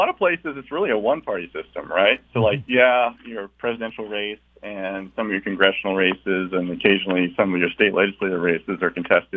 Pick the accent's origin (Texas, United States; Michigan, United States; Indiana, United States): Texas, United States; I'm from Texas.